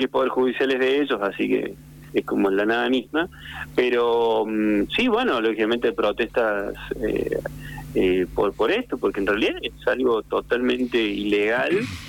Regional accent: Córdoba, Argentina; moved away as an adult; now in La Rioja, Argentina; yo vengo vivo hace 25 años acá, porque creo que se me nota que soy cordobés

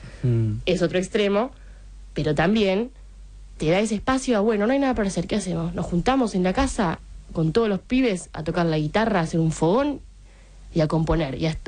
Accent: Capilla del Monte, Córdoba, Argentina; moved away as an adult; vivir en Capilla del Monte, más allá, encima de que es un pueblo muy espiritual, muy sí. magnético, muy loco.

